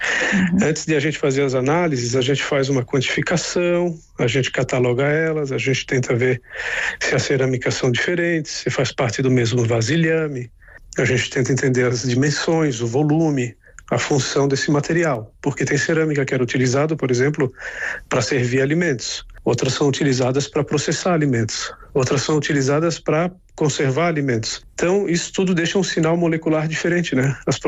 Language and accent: Portuguese; Florianópolis, Santa Catarina, Brazil; Eu sou do litoral, eu sou de Florianópolis